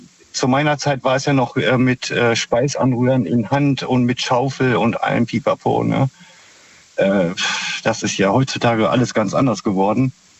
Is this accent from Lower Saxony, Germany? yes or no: no; Minden, North Rhine-Westphalia, Germany; Ja, ich weiß nicht, ob du schon mal gehört hast, aus Minden.